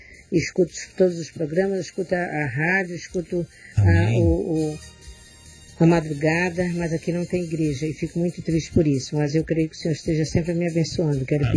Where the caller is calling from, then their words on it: Belém, Pará, Brazil; aqui de Mosqueiro, de Belém do Pará.